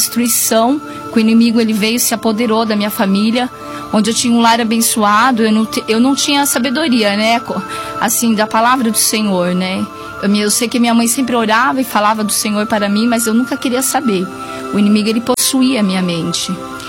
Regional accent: Bom Jesus dos Perdões, São Paulo, Brazil

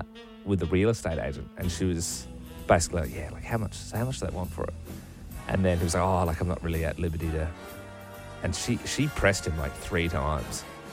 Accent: Adelaide, South Australia, Australia; also born or lived in Melbourne; When we moved over from Melbourne back home to Adelaide, we were selling our place

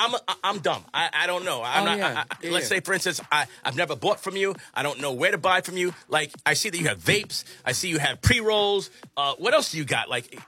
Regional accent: New York, United States; I grew up in Manhattan, bro. And in the Bronx.

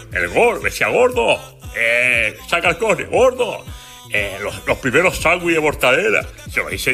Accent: Canary Islands, Spain; Nosotros que somos, canarios.

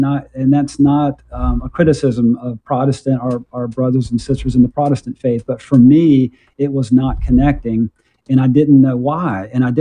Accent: South Carolina, United States; And I grew up near Charleston, South Carolina.

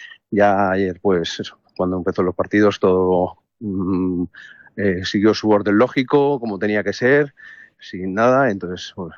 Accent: Madrid, Community of Madrid, Spain; nosotros somos de Madrid

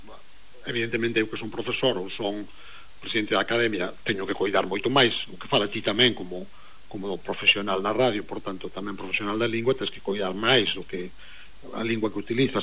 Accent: Muros, Galicia, Spain; Eu xa digo xo porque eu son de Muros e eu sei porque, bueno, a miña familia de Esteiro, non?

